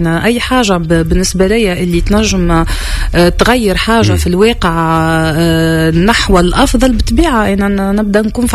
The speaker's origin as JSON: {"language": "Arabic", "country": "Tunisia", "said": "انا فنانه من تونس"}